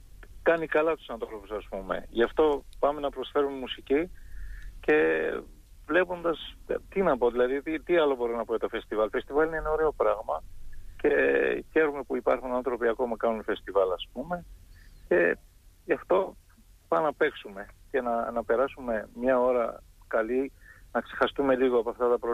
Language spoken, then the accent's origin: Greek; Syria; Greek is a second language; moved away as an adult; now in Greece; Γεννήθηκα, μεγάλωσα στη Συρία.